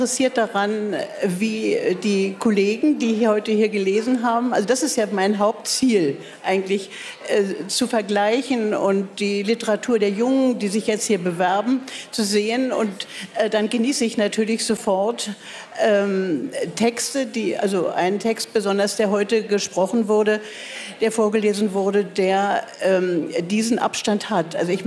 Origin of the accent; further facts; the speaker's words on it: Berlin, Germany; ich bin eine Berliner Spottdrossel.